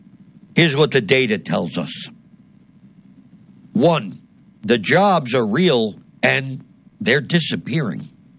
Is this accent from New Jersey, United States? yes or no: yes; New Jersey, United States; my home state of New Jersey.